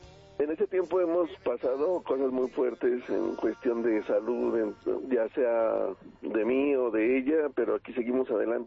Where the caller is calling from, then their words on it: Cuautitlán, State of Mexico, Mexico; De Cuautitlán, Estado de México.